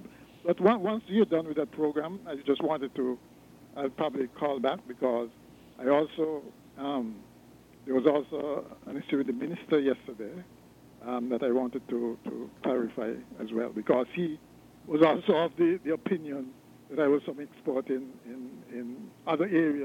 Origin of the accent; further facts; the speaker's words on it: St. Johnston's Village, St. Kitts & Nevis; born there; I was born in St. Johnson's Village.